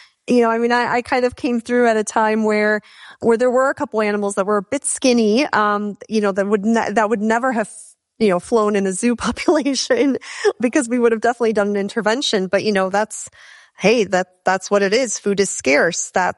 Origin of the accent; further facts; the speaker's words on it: Chicago, Illinois, United States; I am a first-generation American, daughter of immigrants. And for me, growing up in Chicago